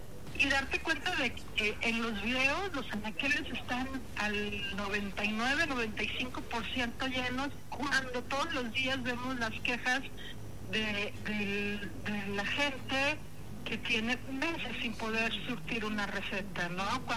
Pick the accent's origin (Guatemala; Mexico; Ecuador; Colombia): Mexico